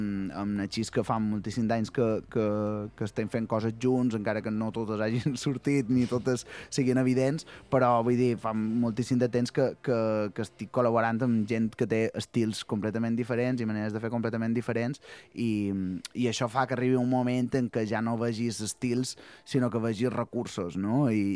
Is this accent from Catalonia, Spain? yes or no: no; Santa Maria del Camí, Balearic Islands, Spain; jo que soc de Santa Maria, tocar per festes pues sempre és una alegria.